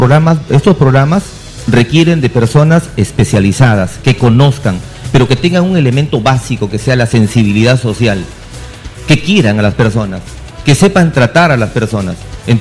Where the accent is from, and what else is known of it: Compín, La Libertad, Peru